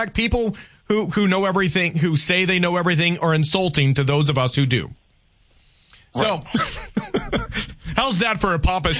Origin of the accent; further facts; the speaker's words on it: Louisiana, United States; I grew up in Louisiana